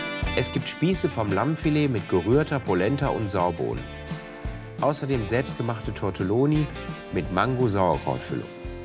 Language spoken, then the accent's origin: German; North Rhine-Westphalia, Germany; Meine Heimat ist der Westen. Meine Küche ist die des Ruhrpotts.